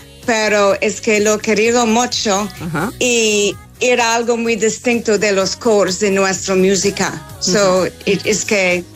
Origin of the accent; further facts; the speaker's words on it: Dundalk, County Louth, Ireland; Spanish is a second language; Pues no, el violín no era una cura en mi pueblo.